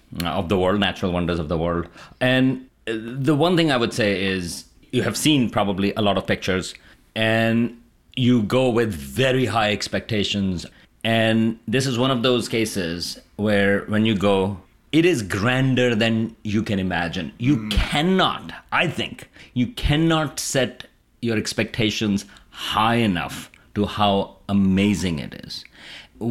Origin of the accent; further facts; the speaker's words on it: Karachi, Sindh, Pakistan; I mean, I grew up in Karachi in Pakistan, close to the ocean.